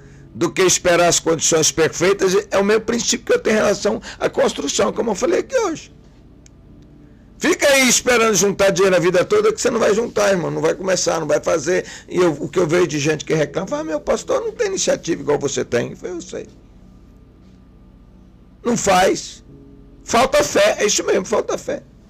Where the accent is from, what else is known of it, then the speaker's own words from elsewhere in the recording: Minas Gerais, Brazil; moved away; Na minha terra, uma região lá de Minas, forte a pecuária